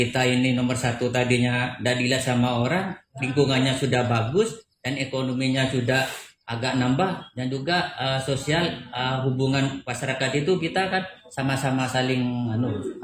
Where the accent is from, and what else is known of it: East Java, Indonesia